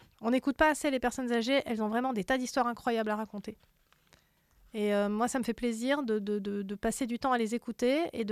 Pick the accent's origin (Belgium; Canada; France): France; Langogne, Occitanie; moi j'ai grandi, tu sais, en Lozère, à Langogne, et à Langogne, on a tous vécu le barrage de Nossac